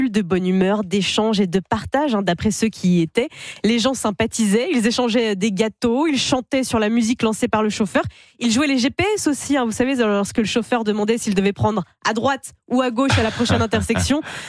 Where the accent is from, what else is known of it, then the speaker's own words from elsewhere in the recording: France; même chez nous, en France